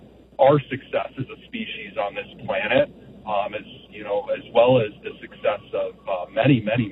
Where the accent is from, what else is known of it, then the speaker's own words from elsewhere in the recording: Chicago, Illinois, United States; I was born and raised in Wrigleyville in Chicago, married into a commodity farming family